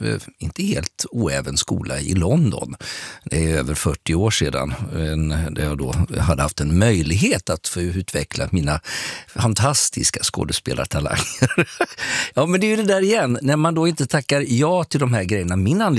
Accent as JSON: {"language": "Swedish", "region": "Västra Götaland County", "country": "Sweden", "said": "jag är ju från Göteborgstrakten och det skäms jag inte för."}